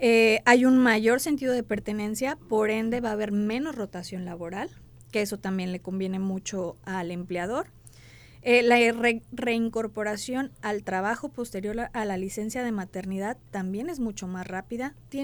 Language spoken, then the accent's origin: Spanish; Guadalajara, Jalisco, Mexico; Yo soy originaria de Guadalajara